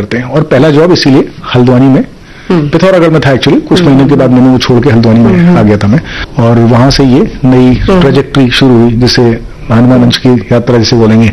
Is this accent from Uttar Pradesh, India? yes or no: yes; Konch, Uttar Pradesh, India; accent: Bundelkhandi; moved away as an adult; also born or lived in Gwalior / Lucknow; जब मैं रहने वाला बुंदेलखंड का हूँ, वहीं पढ़ाई पला बड़ा भी वहीं पे हूँ, पढ़ाई भी वहीं से की है। जालौन जिले में एक छोटी सी जगह है कोंच, वहां पे मैंने अपनी 10+2 तक पढ़ाई की, उसके बाद एक साल ग्वालियर था, वहां से लखनऊ आ गए।